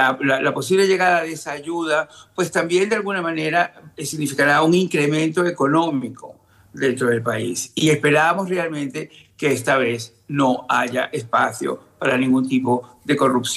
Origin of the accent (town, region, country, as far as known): Caracas, Capital District, Venezuela; born there